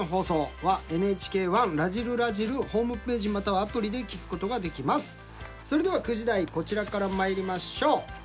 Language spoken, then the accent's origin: Japanese; Nagano, Japan; 長野にいるとね、うん、我々長野出身なんですよ